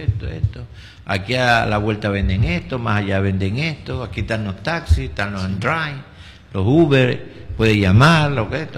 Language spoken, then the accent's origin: Spanish; Ecuador; como todos somos ecuatorianos